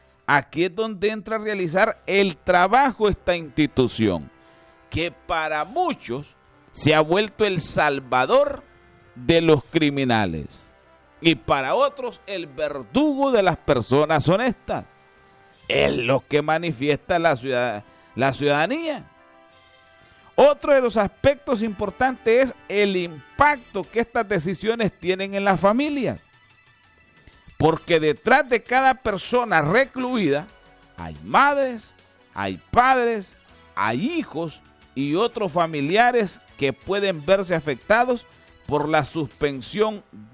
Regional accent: Honduras; nosotros, como hondureños

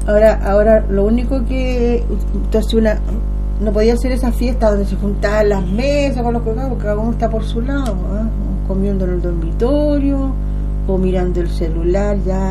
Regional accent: Santiago, Santiago Metropolitan Region, Chile; moved away; Yo, como mi juventud la pasé en Santiago, porque nací en Santiago, íbamos al Parque O'Higgins

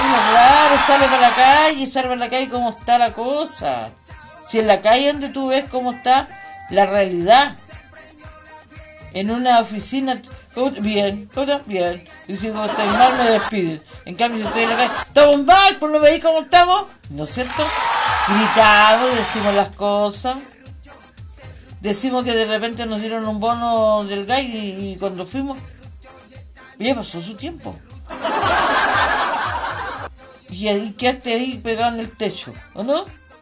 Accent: Chile; Mostremos que somos chilenos.

